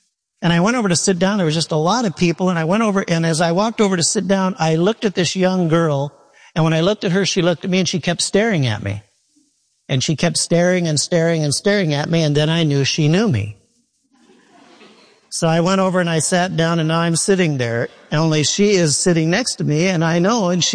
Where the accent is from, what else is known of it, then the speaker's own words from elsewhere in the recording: Midwest, United States; I mean, the lightning was something I've never seen, and I'm from the Midwest.